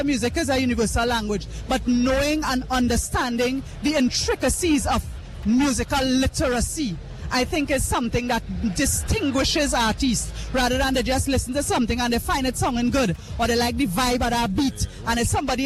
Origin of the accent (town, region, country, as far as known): Trinidad & Tobago